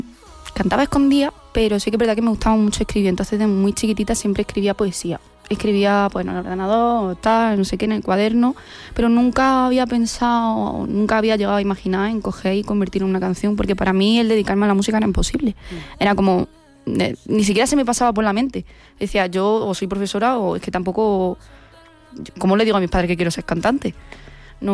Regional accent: Torre del Campo, Andalusia, Spain; also born or lived in Melilla; yo he nacido en Melilla, estuve ahí hasta los 3 añitos y ya mis padres se mudaron a Jaén, me criaron en Torre del Campo.

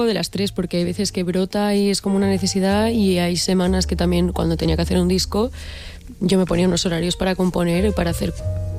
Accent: Catalonia, Spain; trilingüe, pues soy catalana.

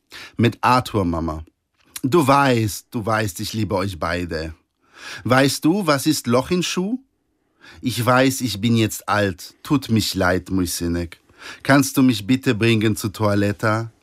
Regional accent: Poland; Als Pole ist irgendwie zu sagen, versteck dich.

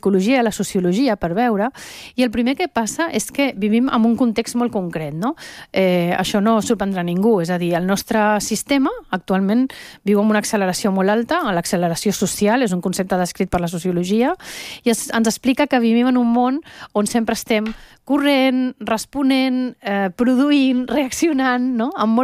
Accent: Venezuela; accent: Venezuelan; now in Barcelona, Spain; jo quan vaig arribar de Venezuela, vaig venir directe de Venezuela aquí a Barcelona, parlava un català amb accent venezolà, perquè la meva mare sempre ens ha parlat català a casa, des de ben petits

